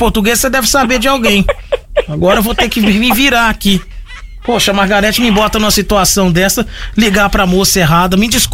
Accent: Minas Gerais, Brazil; Sou muito humilde, eu sou do interior de Minas Gerais. Tá aqui, eu só tô dando um recado, sou do interior de lá.

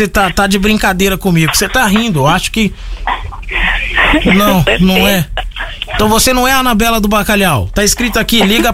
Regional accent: Minas Gerais, Brazil; Sou muito humilde, eu sou do interior de Minas Gerais. Tá aqui, eu só tô dando um recado, sou do interior de lá.

